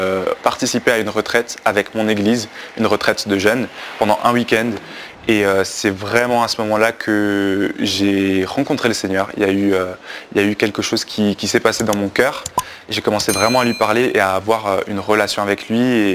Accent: Belgium; now in Paris region, France; j'ai 24 ans, je viens de Belgique à la base et actuellement j'habite dans la région parisienne.

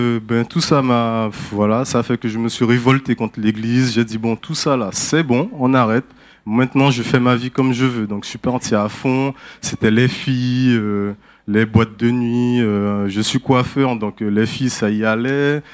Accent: French Guiana; born there; Je suis née en Guyane, d'une mère qui est martiniquaise

